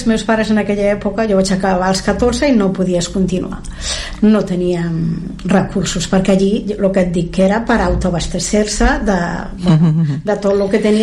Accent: Castile and León, Spain; com en el carnet figura que som de León, però estem a la franja, diguérem.

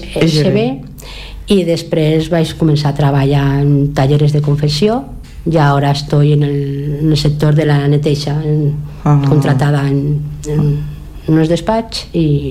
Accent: Barcelona, Catalonia, Spain; jo vaig néixer en Barcelona, en un barri, en Poblenou, en el barri de Poblenou, i allí en el barri l'escola tota era en castellà

